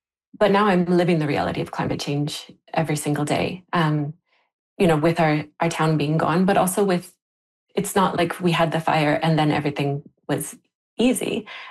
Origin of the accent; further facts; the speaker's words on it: Lytton, British Columbia, Canada; And like I said, I grew up in Lytton, so I knew warm weather. Lytton was Canada's hotspot